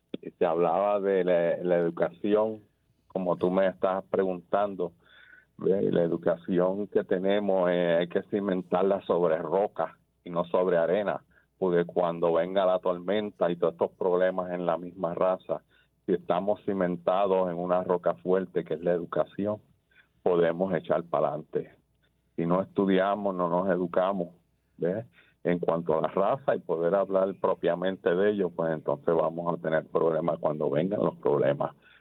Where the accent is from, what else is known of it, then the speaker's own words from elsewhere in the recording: Mayagüez, Puerto Rico; now in United States; somos nosotros de Mayagüez.